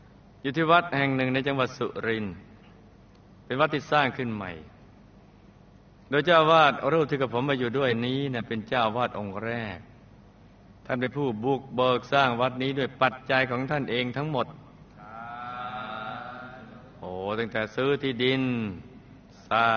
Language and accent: Thai; Bangkok, Thailand; born there; แต่กับผมเกิดที่กรุงเทพยอมแม่เล่าฟังว่าตอนคลอดที่หน้ากรมการทหารมาสนามเป้า